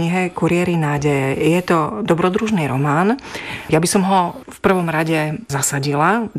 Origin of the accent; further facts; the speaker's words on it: Košice, Košice Region, Slovakia; mala som ako Košičanka veľkú radosť